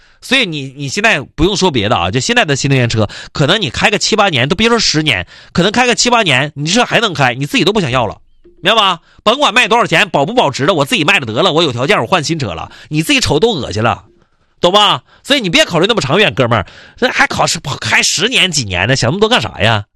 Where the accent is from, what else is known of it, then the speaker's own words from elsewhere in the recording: Jilin, China; 你要是咱东北的，特别咱吉林省的，